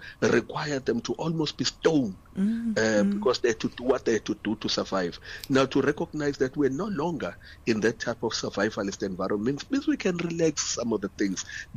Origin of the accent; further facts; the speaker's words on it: Durban, KwaZulu-Natal, South Africa; We grew up where I'm born and raised in Durban.